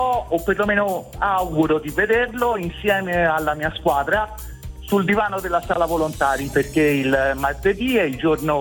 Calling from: Greve in Chianti, Tuscany, Italy; Provincia di Firenze, sì.

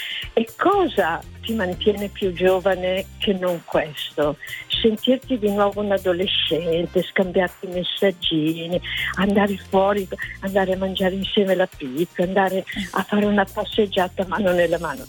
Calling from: Milan, Lombardy, Italy; mm-hmm. E sono di Milano. Ho 70 anni, li ho compiuti la settimana scorsa.

